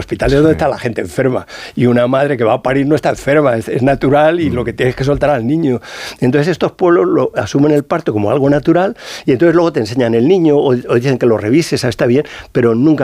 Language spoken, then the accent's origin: Spanish; Madrid, Community of Madrid, Spain; now in Salamanca, Spain